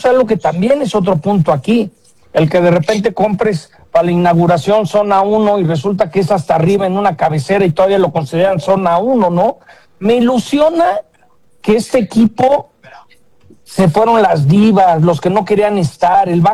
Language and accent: Spanish; Mexico; Me anima porque quiero mucho a mi país, soy mexicano, aunque también soy americano